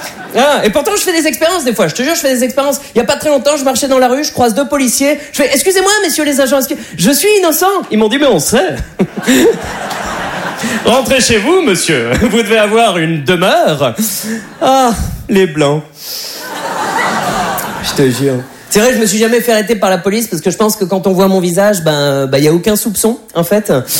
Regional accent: Berck-sur-Mer, Hauts-de-France, France; born or raised there

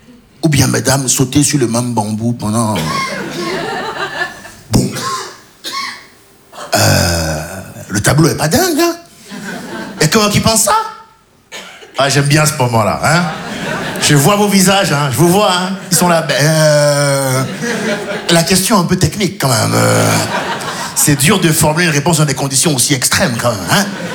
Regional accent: Benin; also born or lived in France; je suis franco-béninois. Ouais, mais je me dis, maintenant, quand les impôts, ils viennent, je suis béninois.

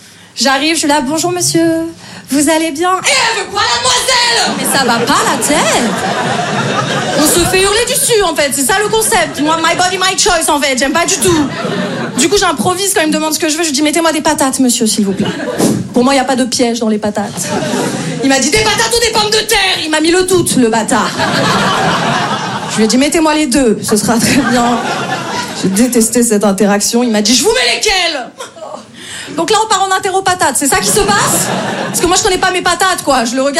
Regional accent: Paris, Île-de-France, France; Je me présente, moi … moi je viens de Paris, j'essaye de jouer un peu dans plein de villes en France.

